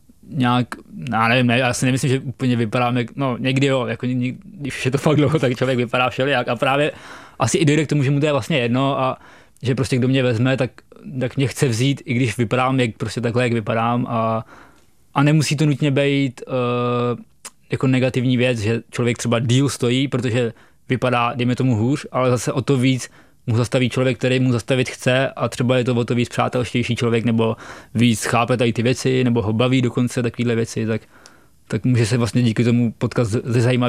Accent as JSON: {"language": "Czech", "town": "Chotěboř", "region": "Vysočina Region", "country": "Czechia", "tie": "born or raised there", "said": "No a jednou dokonce v mém rodním městě, jako v Chotěboři"}